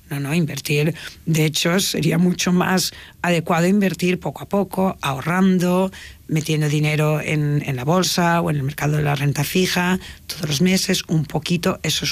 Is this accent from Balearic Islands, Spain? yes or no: no; Tarragona, Catalonia, Spain; De hecho, yo que soy de un pueblo, soy de Tarragona y de Morella, por parte de padre